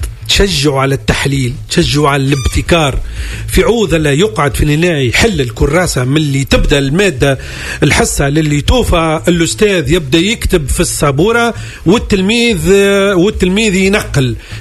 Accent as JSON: {"language": "Arabic", "country": "Tunisia", "said": "احنا المشكلة عندنا في تونس وزارة التربية تجيك في كل العام"}